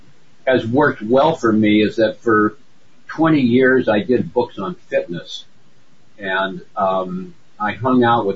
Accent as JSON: {"language": "English", "town": "San Francisco", "region": "California", "country": "United States", "tie": "born or raised there", "lives_now": "West Marin County, United States", "said": "I've been here, I guess, for 55 years now. I grew up in San Francisco, so my hometown's not far away."}